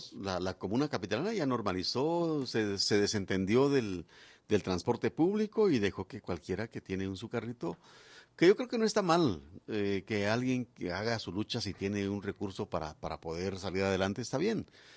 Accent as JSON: {"language": "Spanish", "country": "Guatemala"}